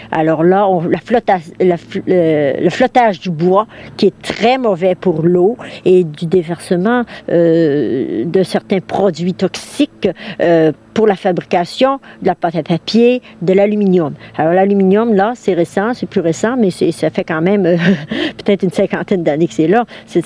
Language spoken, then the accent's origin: French; Tadoussac, Quebec, Canada; je suis native de Tadoussac. J'habite dans ce petit village au bord du Saint-Laurent et à l'embouchure de la rivière du Saguenay.